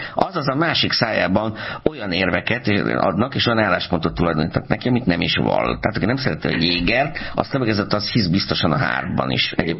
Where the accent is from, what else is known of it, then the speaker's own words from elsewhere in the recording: Baranya, Hungary; a Mecsekre is nagyon büszke vagyok, megfélét. És tessék, ott nőttem föl.